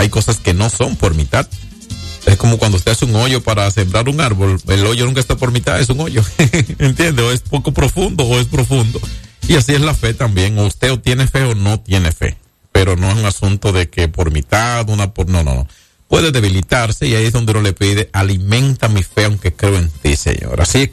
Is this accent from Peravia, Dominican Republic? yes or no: no; San Francisco de Macorís, Duarte, Dominican Republic; uno de los hijos de San Francisco de Macorís, de la ciénaga querida, ya a 13 kilómetros hacia la Loma Quitespuela, de donde vengo